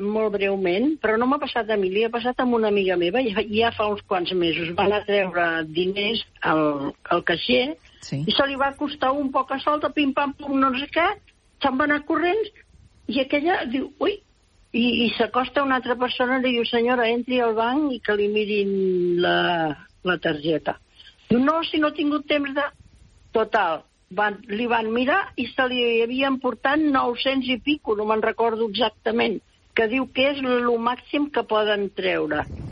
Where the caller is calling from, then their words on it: Barcelona, Catalonia, Spain; però sóc de Barcelona, no de Piera.